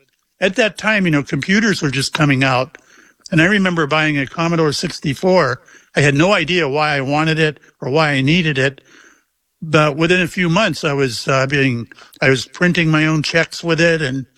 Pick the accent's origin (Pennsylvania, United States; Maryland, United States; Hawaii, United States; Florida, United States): Florida, United States; Mayport; I was on the Shangri-La out of my hometown of Mayport, you know, where I live.